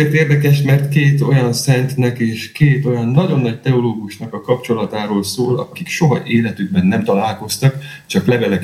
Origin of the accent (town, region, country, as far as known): Hungary; moved away as an adult; now in Rome, Italy